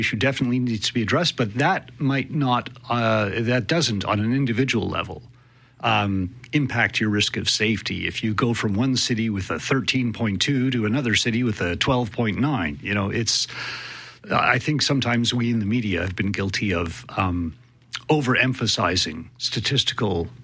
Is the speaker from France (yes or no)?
no; Montreal, Quebec, Canada; moved away as an adult; now in Winnipeg, Canada; And having been born and raised in Montreal, spent about the first 24 years of my life there.